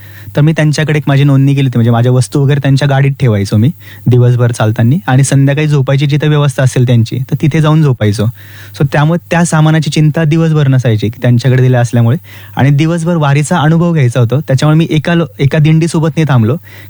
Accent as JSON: {"language": "Marathi", "town": "Nashik", "region": "Maharashtra", "country": "India", "said": "मी नाशिकचा आहे तर मला इथे जवळ घर होतं माझं."}